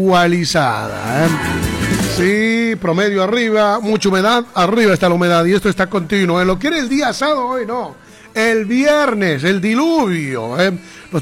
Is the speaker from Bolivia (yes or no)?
yes; Bolivia; Como buenos bolivianos también, ¿no? De rendirle un homenaje también a nuestra querida patria Bolivia